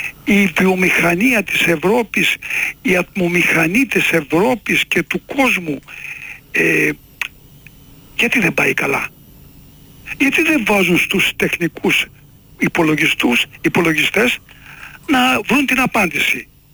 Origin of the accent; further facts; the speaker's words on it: Metsovo, Epirus, Greece; Εγώ ήμουνα στο Μέτσοβο, είμαι βλάχος από εκεί πάνω.